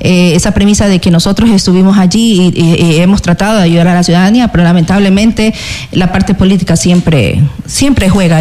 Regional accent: Santa Elena, Ecuador

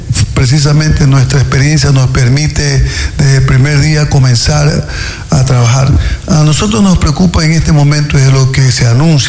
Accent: San Pedro, Santa Elena, Ecuador; ahí hablaban de San Pedro, mi pueblo natal

